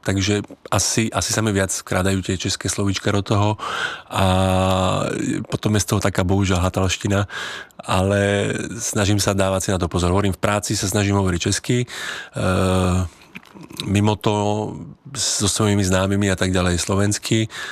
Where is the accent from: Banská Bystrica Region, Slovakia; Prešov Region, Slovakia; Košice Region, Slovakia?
Košice Region, Slovakia; Košice; now in Czech Republic; tak hovorím, no, akože odkiaľ si, alebo to hovorím, že já jsem z Košic